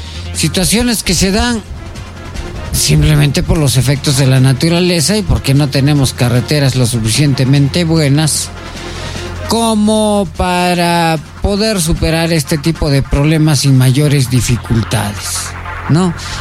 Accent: Peru; nosotros no somos argentinos, somos peruanos.

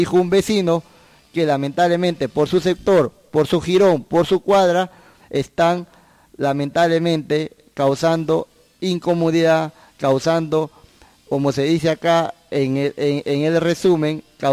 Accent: La Rioja, Spain; manchando una imagen que todos nosotros como riojanos queremos constru

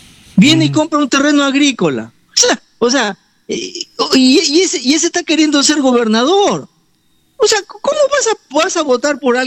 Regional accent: Bagua Grande, Amazonas, Peru; nuestra ciudad de Babo Grande

